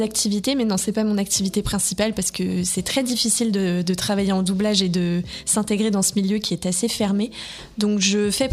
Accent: Troyes, Grand Est, France; j'ai 28 ans, je suis comédienne au théâtre, au cinéma et en doublage. Je suis originaire de Troyes, j'ai toujours vécu ici

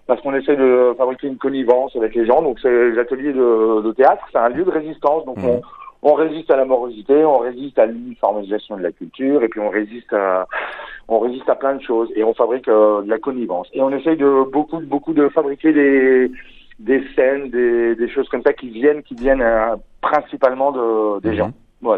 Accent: Longwy, Grand Est, France; moved away as an adult; Oui, je suis un Longwycien d'origine, donc j'ai grandi à Longwy. J'en suis parti quand j'avais à peu près 20 ans, et j'y reviens de plus en plus.

